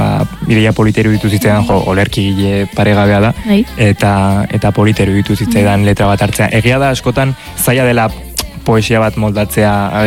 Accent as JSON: {"language": "Basque", "town": "Pamplona", "region": "Navarre", "country": "Spain", "tie": "born or raised there", "said": "ni Iruñekoa naiz, beti anik bizi izan naiz Iruñean"}